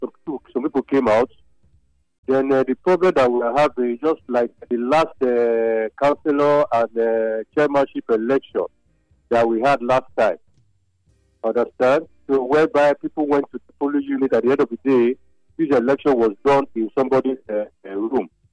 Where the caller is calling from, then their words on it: Nigeria; I'm calling from Kubaroka Ward 1, precisely.